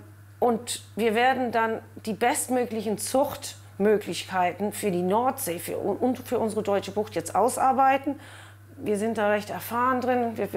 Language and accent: German; Ireland; now in Germany; Ich komme aus Irland